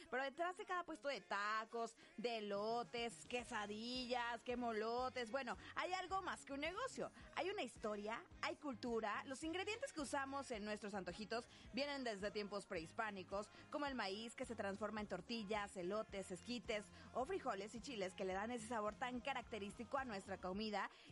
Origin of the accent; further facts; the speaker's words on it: Puebla, Mexico; Siento que sí he fallado como poblana.